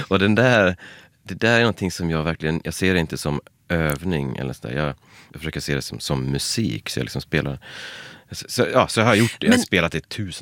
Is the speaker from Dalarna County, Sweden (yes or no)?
yes; Leksand, Dalarna County, Sweden; när jag växte upp i Leksand